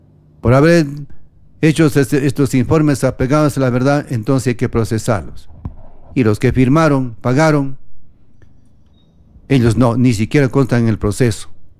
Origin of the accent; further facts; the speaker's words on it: Ecuador; nosotros como aficionados, como ecuatorianos